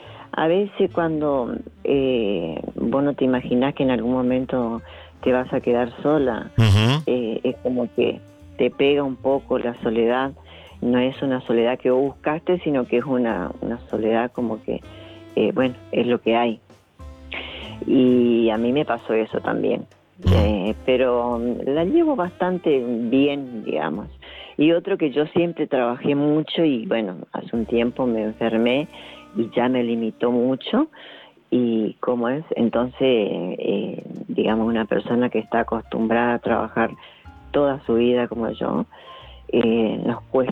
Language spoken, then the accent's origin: Spanish; Chaco, Argentina; Del Chaco.